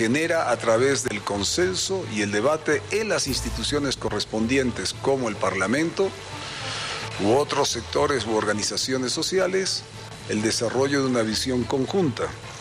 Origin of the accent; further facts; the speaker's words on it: Bolivia; entre bolivianos